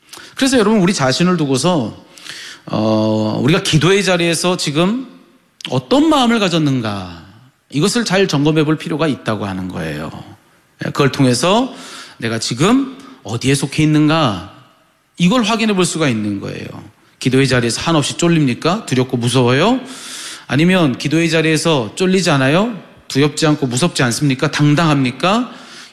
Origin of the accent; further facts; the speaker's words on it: South Korea; 제가 한국 사람이기 때문에 그렇습니다. 제 국적이 한국이기 때문에 그래요.